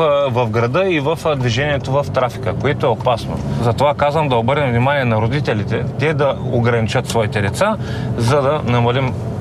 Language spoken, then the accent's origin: Bulgarian; Veliko Tarnovo, Veliko Tarnovo Province, Bulgaria; сега, примерно ние сме от Велико Търново, трябва да стигнем до Черноморието